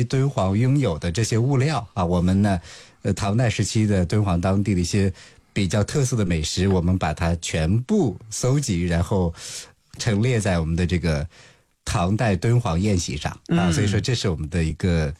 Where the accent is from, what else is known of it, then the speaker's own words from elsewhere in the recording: Northwest China, China; 这是一个我们西北最常见的常识，就是我们西北人最好的食物就在婚礼上，